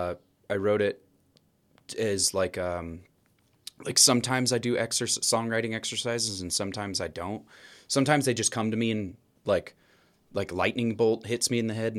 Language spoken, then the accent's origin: English; Pocatello, Idaho, United States; I grew up in Pocatello, Idaho, southern